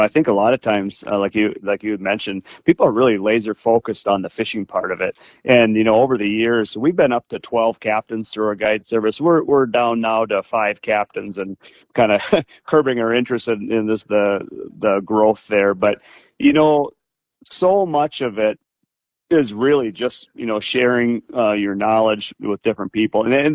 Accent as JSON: {"language": "English", "town": "Rochester", "region": "Minnesota", "country": "United States", "said": "and I had bought a lot up here on Rainy Lake, and I was from Rochester again."}